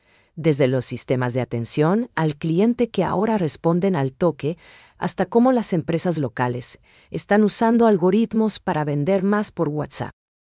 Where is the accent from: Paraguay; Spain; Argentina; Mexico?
Paraguay; nos identifica como paraguayos.